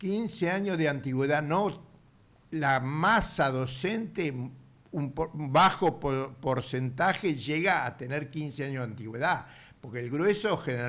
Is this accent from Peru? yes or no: no; La Plata, Buenos Aires Province, Argentina; Ya que yo soy de La Plata